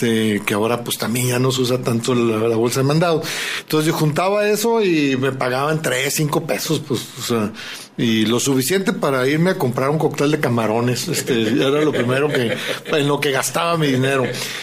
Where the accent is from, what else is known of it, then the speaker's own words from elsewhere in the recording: Poza Rica, Veracruz, Mexico; y los juntaban porque nací en Poza Rica, Veracruz.